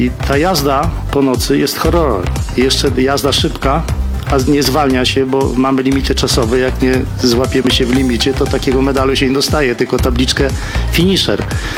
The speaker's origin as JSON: {"language": "Polish", "town": "Białystok", "region": "Podlaskie Voivodeship", "country": "Poland", "said": "Białystok Podlaskie, jestem stąd"}